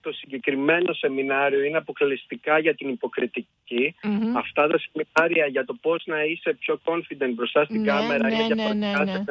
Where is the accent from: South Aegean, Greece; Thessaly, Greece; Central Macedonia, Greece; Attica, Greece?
Central Macedonia, Greece; Thessaloniki; moved away as an adult; now in London, United Kingdom; είμαι από τη Θεσσαλονίκη, μεγάλωσα εκεί πέρα και εννοείται μου λείπει πάρα πολύ.